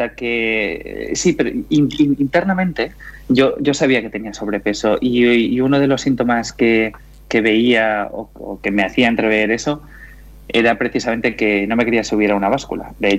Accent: Tarragona, Catalonia, Spain; cuando caminaba por mi ciudad natal, en Tarragona

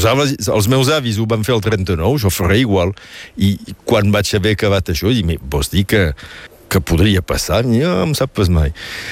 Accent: Catalonia, Spain; i bé, som catalans.

